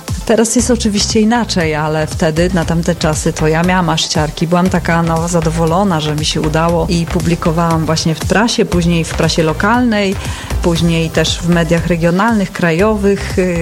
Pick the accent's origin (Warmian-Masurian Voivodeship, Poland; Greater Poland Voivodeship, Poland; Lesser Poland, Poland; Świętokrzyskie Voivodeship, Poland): Warmian-Masurian Voivodeship, Poland; Tak, Warmia Mazury, bo ja jestem stąd, a zawsze najlepiej pisać o rzeczach, na których się człowiek zna, które są bliskie sercu, a że Warmia i Mazury są mi bardzo bliskie